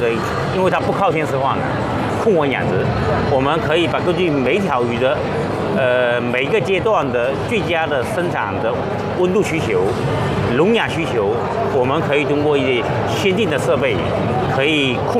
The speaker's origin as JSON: {"language": "Chinese", "country": "China"}